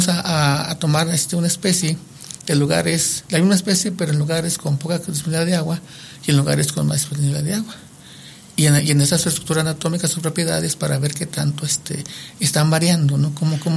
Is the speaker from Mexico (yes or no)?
yes; Michoacán, Mexico; born there; now in Durango, Mexico; yo vengo de Michoacán, y allá en el lugar donde nací, pues también es un bosque clima templado, y pues como que las casas eran de madera.